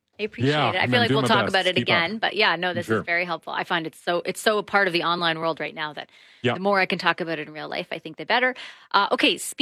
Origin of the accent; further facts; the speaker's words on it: Greece; I'm from Greece, I'm Greek, as I say all the time.